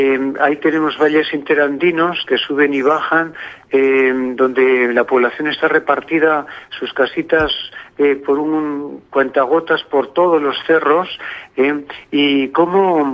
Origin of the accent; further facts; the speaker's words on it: Cordovín, La Rioja, Spain; ver sobre todo la fe tan bella que había en mi pueblo, en este pueblo tan bonito de Cordobín, donde la viña es lo más bonito, el vino, etcétera.